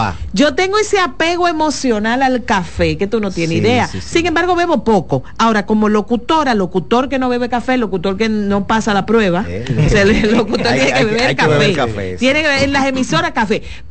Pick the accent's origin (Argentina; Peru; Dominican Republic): Dominican Republic; San Francisco de Macorís, Duarte; born there; also born or lived in La Vega; Yo tengo el privilegio de haber nacido, yo nací en San Francisco de Macorís, aunque soy vegana, pero mi familia es de un campo de La Vega que está entre Moca y La Vega. Y mis abuelos tenían café y cacao.